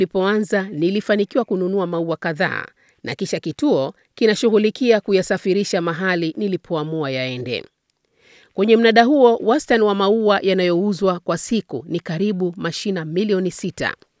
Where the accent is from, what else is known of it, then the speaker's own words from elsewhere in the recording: Zanzibar, Tanzania; harufu nzuri ilitanda hewani na kunifanya nikumbuke nyumbani kwetu Zanzibar, visiwa vya karafuu.